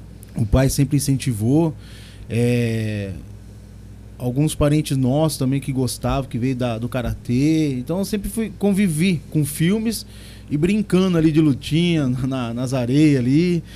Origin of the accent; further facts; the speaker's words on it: Monte Alto, São Paulo, Brazil; eu nasci aqui em Monte Alto mesmo, né? Eu sou daqui montealtense, de corpo e alma e coração. E já são 43 anos já.